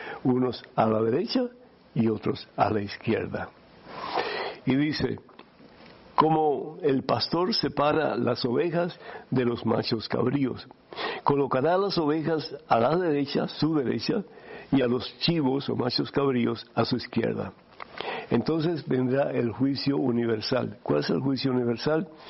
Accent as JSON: {"language": "Spanish", "country": "Cuba", "said": "Yo soy de Cuba originalmente."}